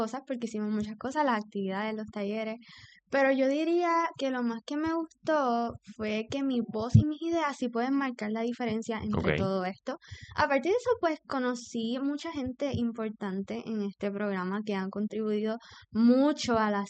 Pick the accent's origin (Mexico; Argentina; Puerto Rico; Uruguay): Puerto Rico; Trujillo Alto; soy del pueblo de Trujillo Alto, tengo 15 años